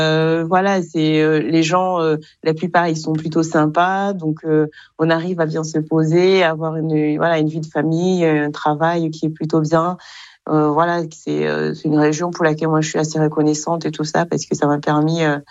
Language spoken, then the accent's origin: French; Kigali, Kigali City, Rwanda; moved away as an adult; now in France; Alors, moi, je suis née au Rwanda, dans la capitale du Rwanda, Kigali. J'ai été élevée là-bas jusqu'à mes 19 ans. À la fin de mon bac, où je suis venue en France.